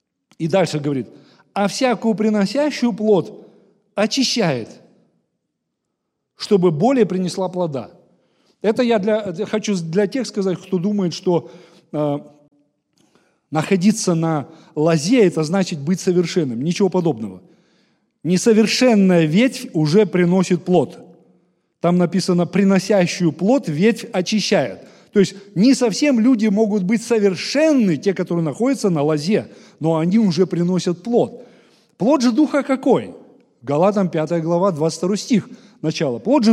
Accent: Moscow, Russia; accent: Moscow; Откуда? Я из Москвы. Говор этот московский был.

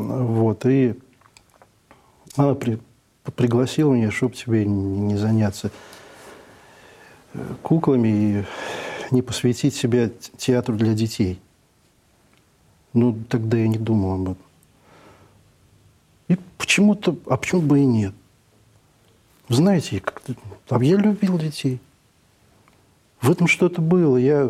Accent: Saratov, Saratov Oblast, Russia; moved away as an adult; Детство прошло там. Там с Саратовом много связано. И учился я.

